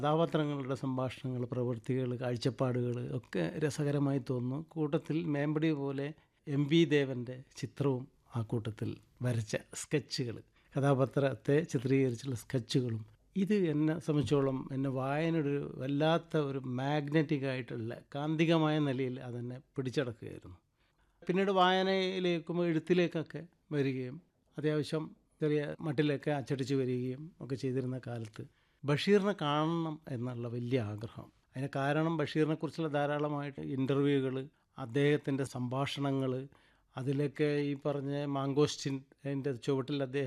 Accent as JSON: {"language": "Malayalam", "town": "Kannur", "region": "Kerala", "country": "India", "also_born_or_lived": "Valapattanam", "said": "ഞാൻ പറഞ്ഞു കണ്ണൂരിൽ നിന്നാണ്, ഇന്ന സ്ഥലത്തു നിന്നാണ്."}